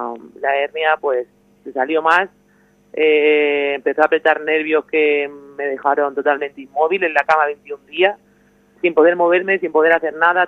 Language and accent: Spanish; Orihuela, Valencian Community, Spain; moved away as an adult; also born or lived in Córdoba; soy de Orihuela, nací en Orihuela, y colegio Carmelita, enseñé el Carmen, y todas mis raíces en Orihuela.